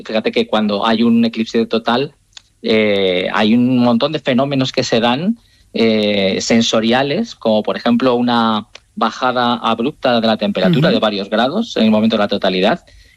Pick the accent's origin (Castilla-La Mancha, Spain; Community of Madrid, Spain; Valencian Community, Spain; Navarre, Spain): Castilla-La Mancha, Spain; Turmiel; yo en mi pueblo, como te decía antes, en Turmiel, Guadalajara